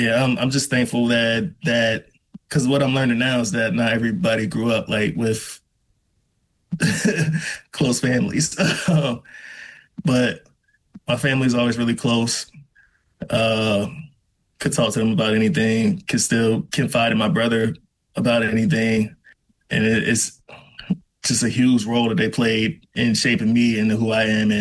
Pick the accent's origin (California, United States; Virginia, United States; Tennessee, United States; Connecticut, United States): Virginia, United States; Roanoke; from Roanoke. Born and raised, an artist and an activist and an educator and a man of many hats, a coach.